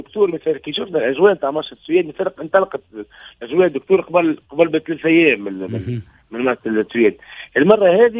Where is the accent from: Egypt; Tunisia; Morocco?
Tunisia